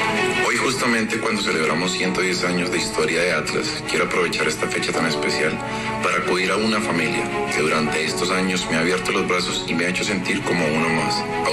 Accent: Colombia; now in Guadalajara, Mexico; llevar un poco de este enorme corazón hasta mi tierra. Colombia está viviendo momentos difíciles

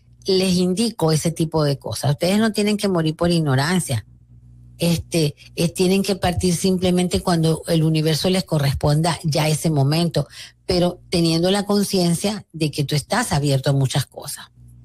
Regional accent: Venezuela; lo ocurrido en mi país.

